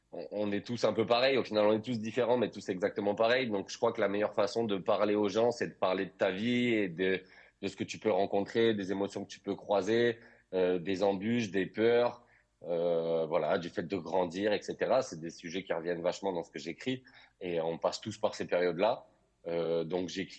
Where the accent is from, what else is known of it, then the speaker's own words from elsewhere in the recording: Toulouse, Occitanie, France; Alors, moi, je suis né à Toulouse, j'ai grandi à Toulouse et je suis toujours à Toulouse.